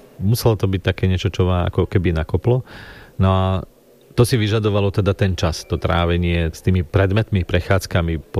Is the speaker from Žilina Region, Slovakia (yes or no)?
yes; Černová, Žilina Region, Slovakia; also born or lived in Ružomberok; narodil som sa v Ružomberku, býval som v Černove celé svoje detstvo vlastne na dedine